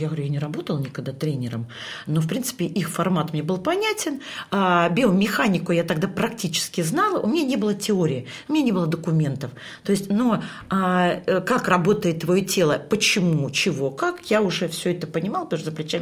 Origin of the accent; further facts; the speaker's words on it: Siberia, Russia; тем более я с Сибири.